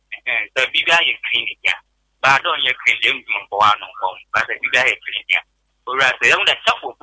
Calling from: Onkotompo, Ghana; from Onkotompo.

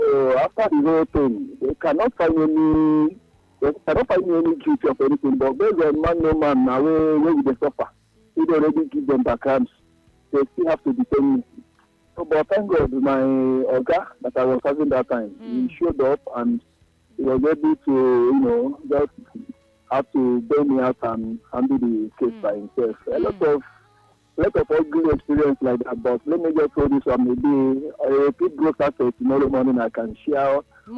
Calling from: Ogun, Nigeria; I'm calling from Ogun State.

